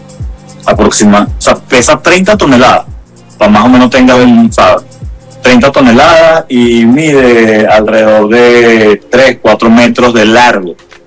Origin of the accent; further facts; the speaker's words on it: Venezuela; yo creo que es un error nosotros como venezolanos estar hablando de un punto triple cuando solamente tenemos la frontera entre Brasil y Venezuela